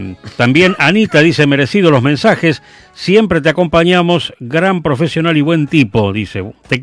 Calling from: Quilmes, Buenos Aires Province, Argentina; Hola Roberto, hola Radio 10 … de Quilmes.

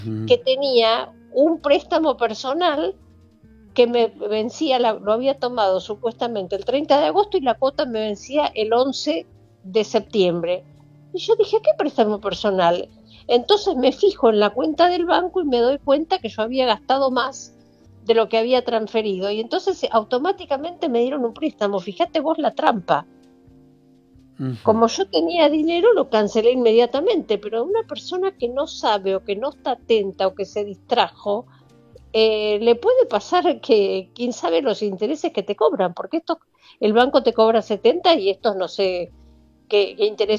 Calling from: Buenos Aires, Argentina; soy de Caballito

